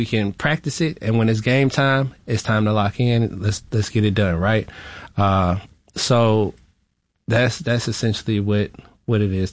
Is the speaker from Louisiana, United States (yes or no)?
no; Florida, United States; it was 7 of us getting raised together. I was raised in Florida.